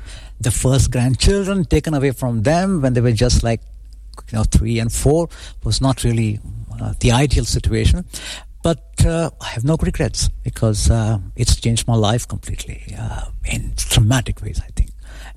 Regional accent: Goa, India; born there; I was born in Goa, as I said, which is a predominantly Catholic state.

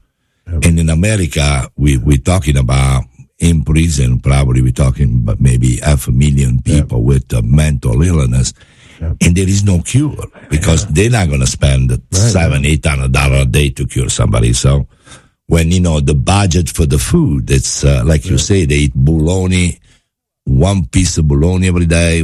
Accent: Naples, Campania, Italy; English is a second language; Yeah, born in Naples and raised in Napoli.

